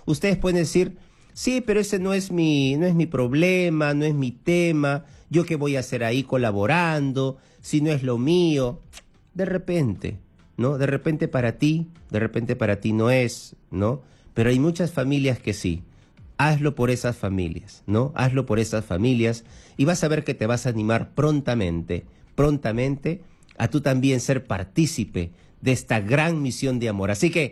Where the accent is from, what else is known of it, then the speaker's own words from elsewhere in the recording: Ica, Peru; Gracias, Ica, mi tierra.